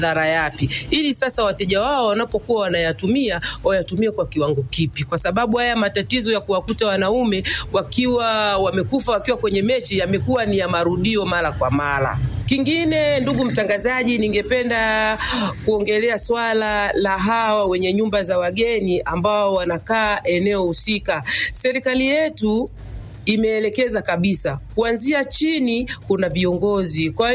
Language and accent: Swahili; Bunda, Mara, Tanzania; natoka kata ya Bunda mjini, mtaa wa Nyerere.